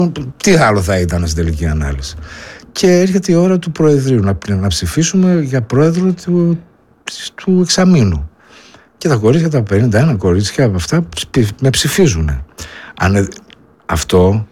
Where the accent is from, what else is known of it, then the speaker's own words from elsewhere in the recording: Thessaloniki, Central Macedonia, Greece; moved away; Όταν έφυγα από τη Θεσσαλονίκη το 1993.